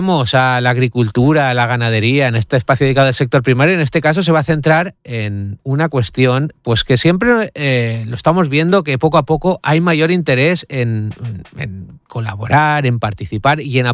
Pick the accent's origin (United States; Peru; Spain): Spain; Vila-real, Valencian Community; yo soy de Vila-real